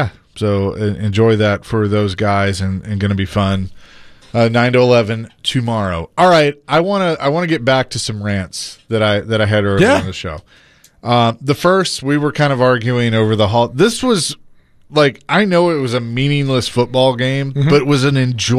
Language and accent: English; Bellevue, Tennessee, United States; I'm from Bellevue